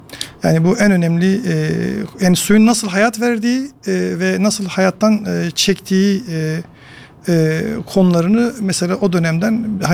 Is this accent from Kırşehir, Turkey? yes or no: no; Diyarbakır, Diyarbakır Province, Turkey; Aslında Diyarbakır'daki ya da bizim bu bölgedeki birçok çocuk gibi ben de Dicle'nin kenarında büyüdüm, orada doğdum.